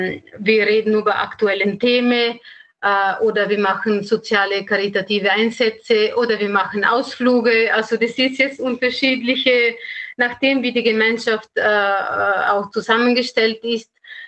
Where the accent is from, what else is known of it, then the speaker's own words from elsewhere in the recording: Italy; German is a second language; now in Austria; muss sagen, man hat vielleicht aus meiner Sprache gemerkt, dass ich nicht Österreicherin bin, sondern bin Italienerin. Und in Italien, das OFS ist sehr bekannt.